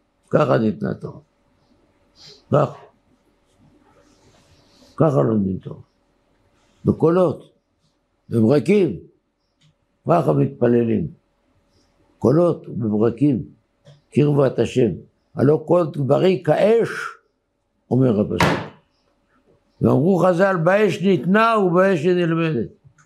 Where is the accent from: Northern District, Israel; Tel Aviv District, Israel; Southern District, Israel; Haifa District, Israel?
Tel Aviv District, Israel; Bat Yam; born there; אני לא גדלתי באזור חרדי, אני בת ימי.